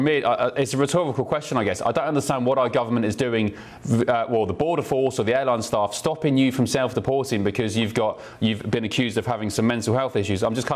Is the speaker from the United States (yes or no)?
no; United Kingdom; I'm asking as a Brit, as a British person